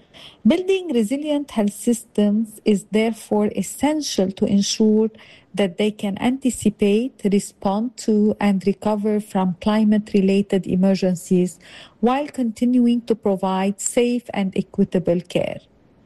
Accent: Lebanon; I'm a nurse and a nursing professor from Lebanon. I'm a faculty at the American University of Beirut School of Nursing. I'm currently talking from Beirut

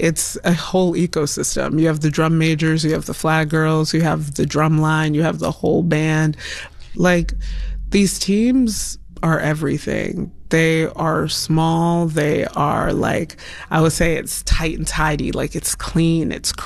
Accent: Stone Mountain, Georgia, United States; moved away; I grew up in Stone Mountain, Georgia

